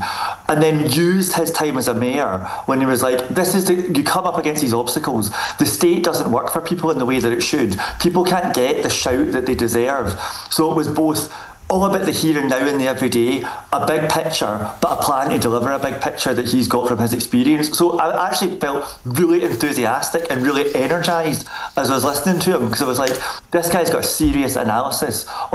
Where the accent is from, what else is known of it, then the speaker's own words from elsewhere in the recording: Scotland, United Kingdom; I'm from Scotland